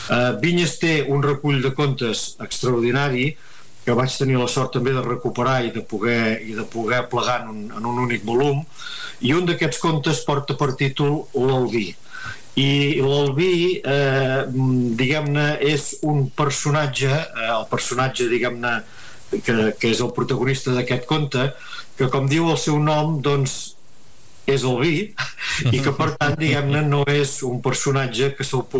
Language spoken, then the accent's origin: Catalan; Catalonia, Spain; tenim els bergadans